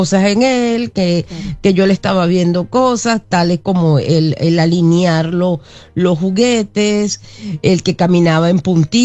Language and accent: Spanish; Venezuela; moved away as an adult; now in Uruguay; yo soy venezolana, pero bueno, me vine porque mi esposo